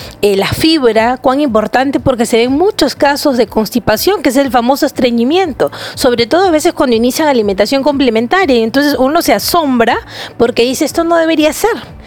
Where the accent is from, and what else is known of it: Peru